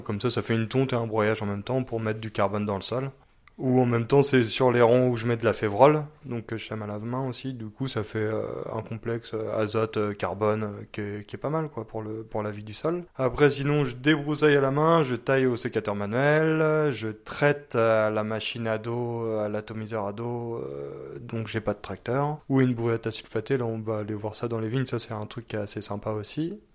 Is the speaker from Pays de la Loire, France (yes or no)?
yes; Angers, Pays de la Loire, France; Moi, je viens d'Angers à la base, j'ai fait un BTS à viticulture et œnologie à Saumur et je suis arrivé au Pic Saint-Loup après mon BTS, donc à 22 ans.